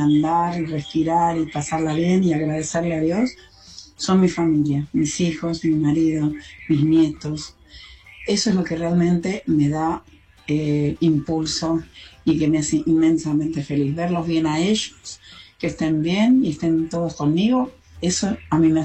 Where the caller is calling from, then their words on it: Escobar, Buenos Aires Province, Argentina; ingeniero mayor.